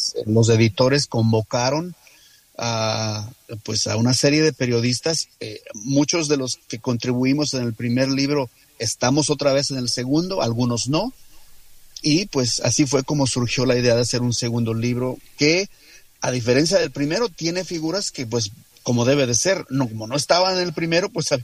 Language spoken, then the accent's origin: Spanish; Xalapa, Veracruz, Mexico; moved away; cuando era niño, tenía yo creo unos 8 o 9 años, cuando escuché este tema que se llama … allá en mi tierra, en Xalapa, Veracruz